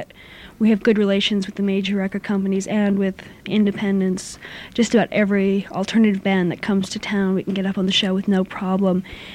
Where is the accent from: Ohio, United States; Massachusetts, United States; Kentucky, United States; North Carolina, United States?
Massachusetts, United States; Boston; now in New York, United States; Yeah, I think I'm from Boston